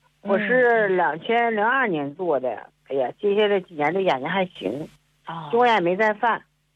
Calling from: Qiqihar, Heilongjiang, China; 我是黑龙江齐齐哈尔的，今年50多了。

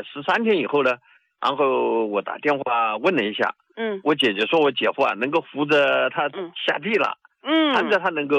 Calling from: Xiangyang, Hubei, China; 我是湖北襄樊的。

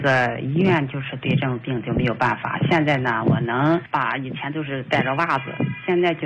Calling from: Jinan, Shandong, China; 我是济南的

